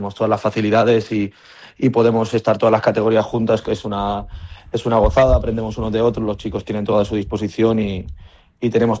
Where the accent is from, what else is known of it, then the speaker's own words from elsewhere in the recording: Mallorca, Balearic Islands, Spain; moved away as an adult; also born or lived in Budapest, Hungary / New York, United States; now in Seville, Spain; Sí, yo soy nacido en Mallorca, me he criado allí, sí.